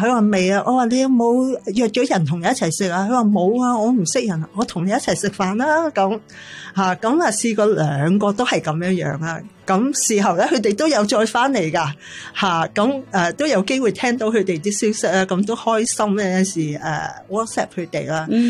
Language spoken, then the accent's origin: Cantonese; China; 三个系加拿大裔，但系咧一个系意大利裔，我系中国人，另外一个系印裔。